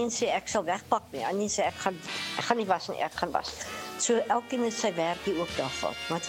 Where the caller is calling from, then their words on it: Jeffreys Bay, Eastern Cape, South Africa; van Jeffrey's Bay.